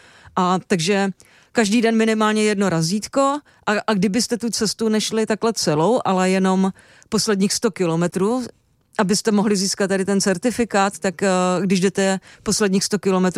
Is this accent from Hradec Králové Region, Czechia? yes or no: no; Pardubice, Pardubice Region, Czechia; já jsem z Pardubic, nebo bydlím v Pardubicích.